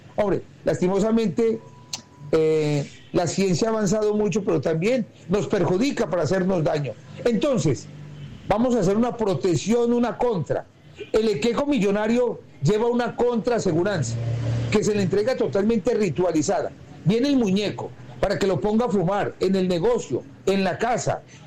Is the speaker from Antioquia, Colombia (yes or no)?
no; Quibdó, Chocó, Colombia; Tengo familia aquí en Santa Rosa, pero soy de Quibdó, Chocó.